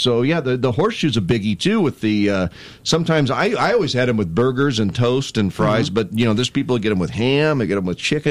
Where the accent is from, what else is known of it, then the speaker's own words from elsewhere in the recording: Canton, Illinois, United States; They were over in my hometown in Canton.